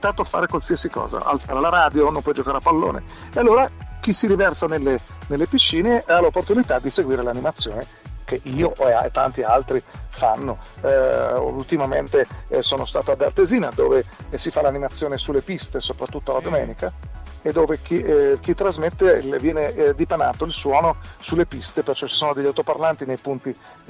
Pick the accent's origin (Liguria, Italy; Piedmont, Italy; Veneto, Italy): Liguria, Italy